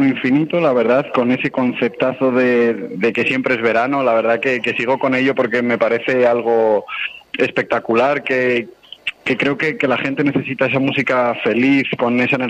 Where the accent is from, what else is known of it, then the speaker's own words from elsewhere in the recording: Coslada, Community of Madrid, Spain; yo soy de Madrid, soy de Coslada, salir a otras ciudades de España